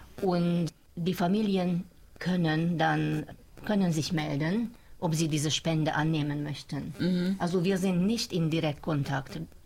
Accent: Mezőtúr, Jász-Nagykun-Szolnok, Hungary; born there; German is a second language; es wäre so schön, diesen Projekt auch auf meine Geburtsstadt Mesotur auszubreiten.

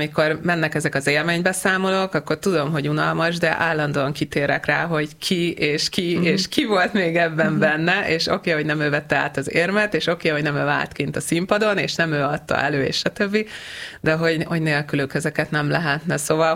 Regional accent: Hungary

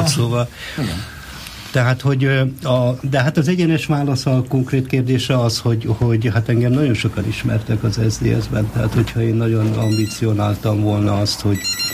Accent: Nyíregyháza, Szabolcs-Szatmár-Bereg, Hungary; born there; Hát születni Nyíregyházán születtem, a nagyszüleim azok tunyogmatolcsiak és gacsáiak

